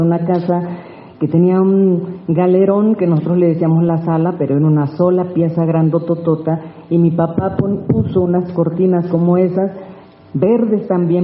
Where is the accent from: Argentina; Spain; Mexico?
Mexico; La Paz, Baja California Sur; born or raised there